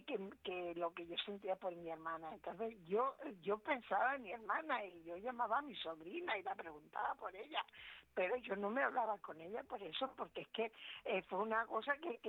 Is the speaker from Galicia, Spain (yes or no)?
no; Valladolid, Castile and León, Spain; Eso, y yo soy de Valladolid.